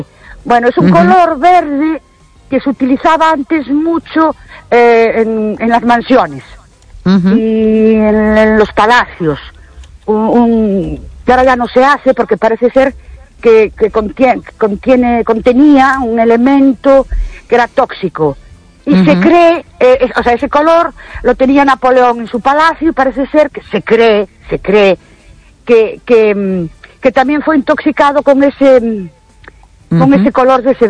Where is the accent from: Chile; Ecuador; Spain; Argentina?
Spain; Ourense, Galicia; Buenas noches … de Urense.